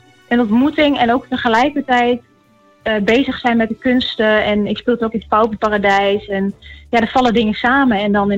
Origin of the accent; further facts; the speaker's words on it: Netherlands; Ik kom inderdaad uit Zijen.